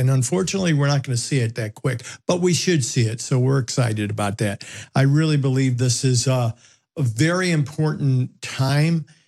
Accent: United States; being an American

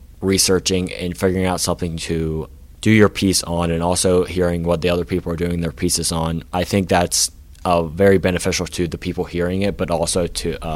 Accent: Greensburg, Pennsylvania, United States; I grew up in Greensburg, right near where the courthouse is.

